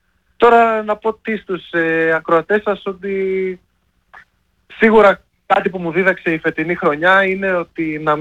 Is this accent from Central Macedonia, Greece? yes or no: no; Kavala, Eastern Macedonia and Thrace, Greece; Εγώ από μια τρέλα της στιγμής ήρθα σε αυτήν την ομάδα, καθώς κατάγομαι από την Καβάλα και ήμουν στη φάση του να μείνω να φύγω από την Καβάλα.